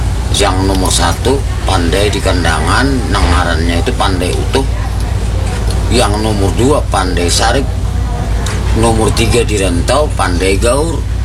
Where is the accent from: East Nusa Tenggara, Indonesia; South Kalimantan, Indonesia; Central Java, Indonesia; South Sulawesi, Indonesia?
South Kalimantan, Indonesia; Tapi kalau kita orang Banjar, handap. khas orang kita Banjar.